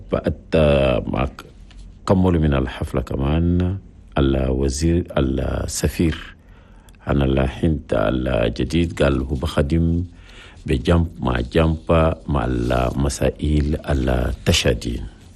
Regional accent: Chad; في بلدنا تشاد.

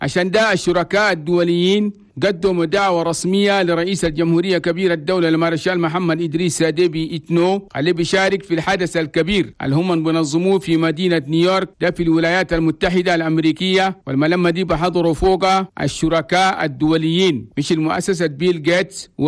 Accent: Chad; بلدنا تشاد

